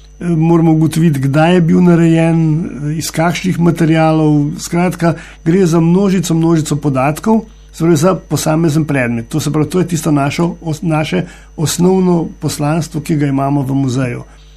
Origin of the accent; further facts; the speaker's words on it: Lower Carniola, Slovenia; smo Dolenjci